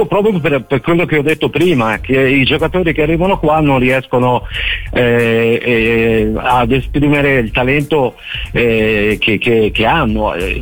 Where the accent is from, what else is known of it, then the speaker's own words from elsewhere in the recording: Veneto, Italy; born there; now in Florence, Italy; Cioè, mi piace ricordare che sono nato in provincia di Venezia, ma ormai io sono qui da 35 anni, io sono ormai fiorentino adottato.